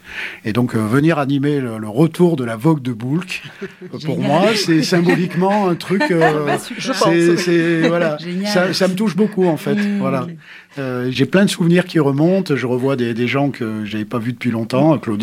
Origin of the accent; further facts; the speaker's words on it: Die, Auvergne-Rhône-Alpes, France; moved away; je suis un entre-deux. Je suis un autochtone, je suis né à Die, mais j'en suis parti, je suis revenu par choix.